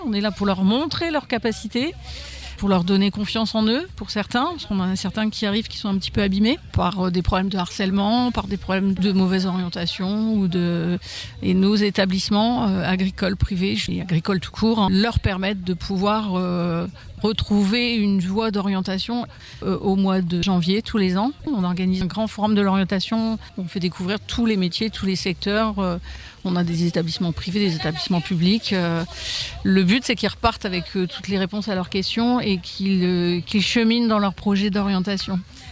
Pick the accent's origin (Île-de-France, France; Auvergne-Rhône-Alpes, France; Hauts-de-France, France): Hauts-de-France, France; Cuise-la-Motte; Je suis native du secteur, je suis native de Cuisy-la-Motte.